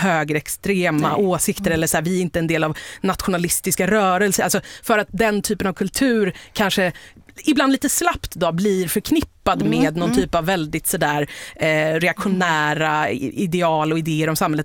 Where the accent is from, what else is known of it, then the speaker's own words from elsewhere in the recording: Stockholm, Stockholm County, Sweden; jag som stockholmare skulle dyka upp i en Edsbydräkt